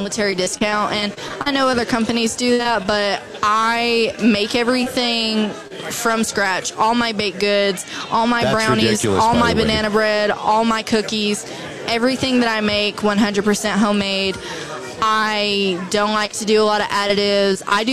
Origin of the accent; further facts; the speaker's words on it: Kentucky, United States; also born or lived in Texas / Chicago; Well, I'm from Kentucky. I'm from Kentucky. I've moved all over. I used to live in Texas, and so I used to live in Chicago.